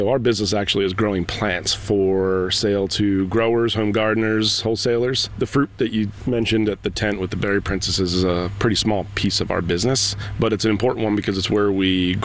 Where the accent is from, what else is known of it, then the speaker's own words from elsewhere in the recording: Philadelphia, Pennsylvania, United States; moved away as an adult; now in Western Massachusetts, United States; I was actually born and raised in Philadelphia. I'm not a native here to Western Mass.